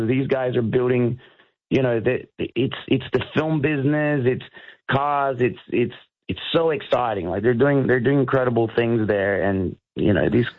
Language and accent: English; Australia; also born or lived in Brazil; I've moved around a lot, but I was born in Brazil, but I grew up in Australia.